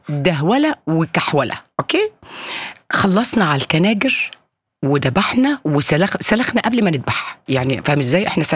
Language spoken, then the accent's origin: Arabic; Egypt; يعني انسوا أن أنا مصرية، أوكي؟